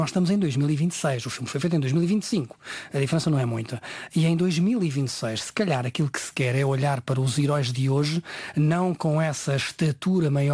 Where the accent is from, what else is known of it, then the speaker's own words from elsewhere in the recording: Portugal; Nos portugueses nós estamos muito habituados a ler as legendas